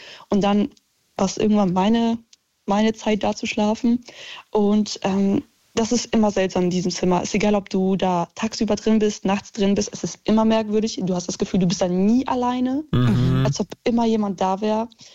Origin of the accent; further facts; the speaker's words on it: Poland; now in Germany; Also wir kommen ursprünglich aus Polen, wir sind dann irgendwann hier hingezogen, bla bla bla.